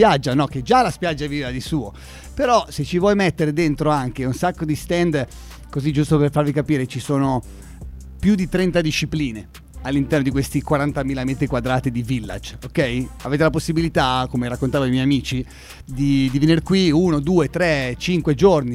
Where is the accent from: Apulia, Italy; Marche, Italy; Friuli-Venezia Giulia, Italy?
Marche, Italy; Senigallia; sempre Mindset, siamo da Senigallia